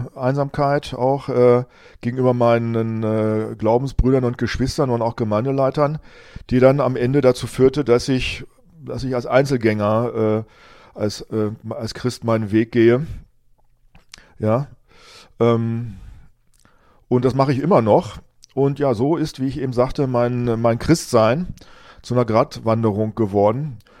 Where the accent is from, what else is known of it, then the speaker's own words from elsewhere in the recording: Rinteln, Lower Saxony, Germany; meine Geburtsgemeinde und Kinderstube, wo ich aufgewachsen bin. Das war meine Familie, die Jesusgemeinde in den Rinteln